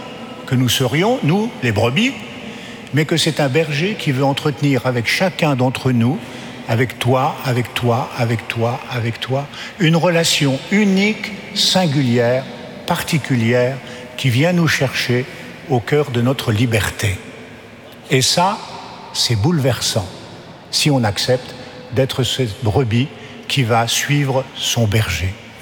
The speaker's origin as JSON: {"language": "French", "town": "Paris", "region": "Île-de-France", "country": "France", "said": "moi je suis parisien"}